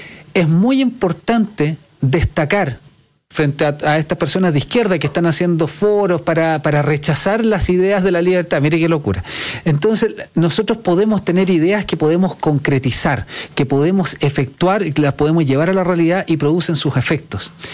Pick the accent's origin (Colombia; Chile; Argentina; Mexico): Chile